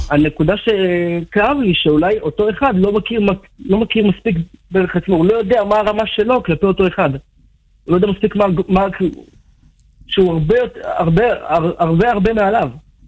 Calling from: Ashdod, Southern District, Israel

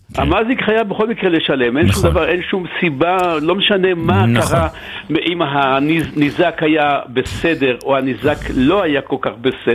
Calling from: Haifa, Haifa District, Israel

